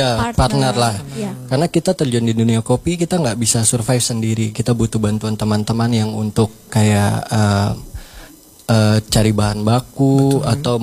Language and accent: Indonesian; Jakarta, Indonesia; moved away as an adult; now in Biak, Indonesia; Betul, saya dari Jakarta.